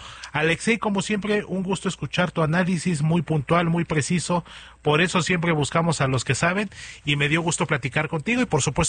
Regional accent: Mexico

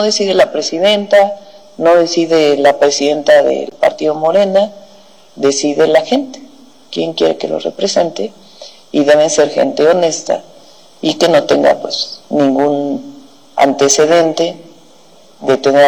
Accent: Mexico; yo creo que todas y todos los mexicanos estamos de acuerdo

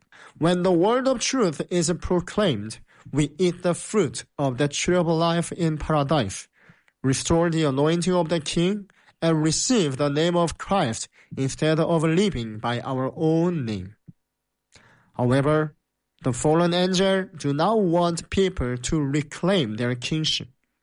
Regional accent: South Korea; I am the missionary from South Korea.

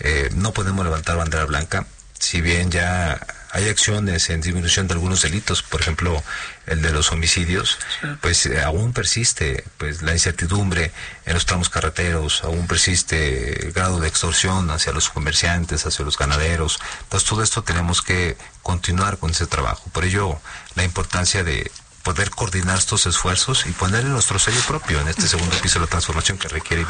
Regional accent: Zacatecas, Mexico; born there

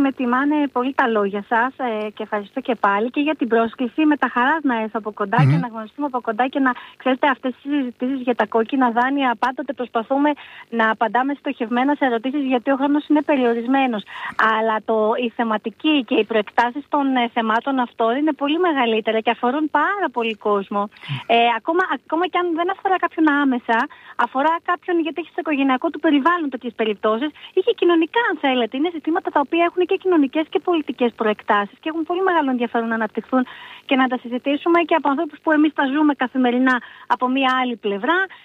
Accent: Kefalonia, Ionian Islands, Greece; Εγώ είμαι Κεφαλονίτισσα, αλλά ο άντρας μου είναι από την Άξο.

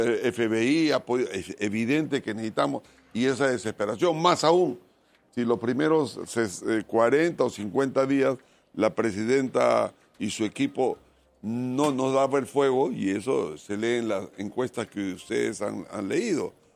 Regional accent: Peru; tenemos nosotros como peruanos

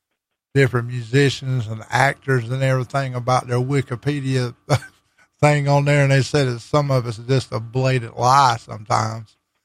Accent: the South, United States; I'm a southern boy.

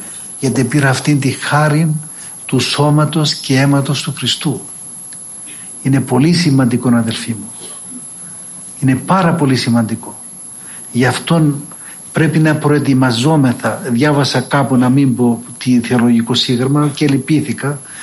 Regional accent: Greece; now in Mount Athos, Greece; εμείς οι Έλληνες πρέπει να καυχόμεθα και να χαιρόμεθα που είμαστε Ορθόδοξοι

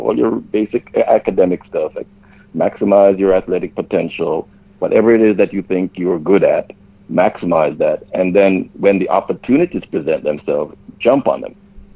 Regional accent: Linstead, Saint Catherine, Jamaica; born there; I was born in Linstead to a humble family.

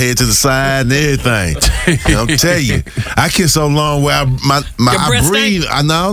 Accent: Jackson, Mississippi, United States

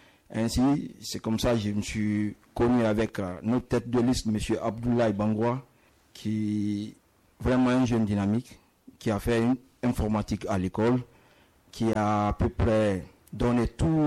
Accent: Conakry, Guinea; moi, je suis de Petit Simbaya. J'ai toujours œuvré pour le quartier.

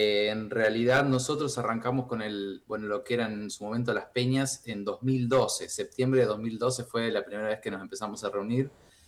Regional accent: Argentina; born there; moved away; cualquiera de nosotros que nacimos en Argentina.

